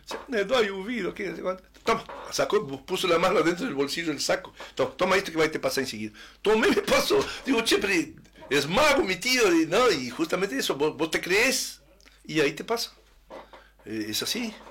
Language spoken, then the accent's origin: Spanish; Montevideo, Uruguay; born there; Cuando niño, nosotros vivíamos en Montevideo.